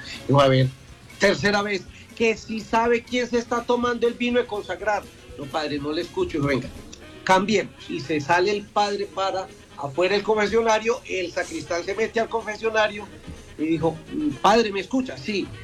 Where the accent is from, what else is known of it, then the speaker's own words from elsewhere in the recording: Entre Ríos, Antioquia, Colombia; Caramanchuma, Entre Ríos. Que es mi pueblo.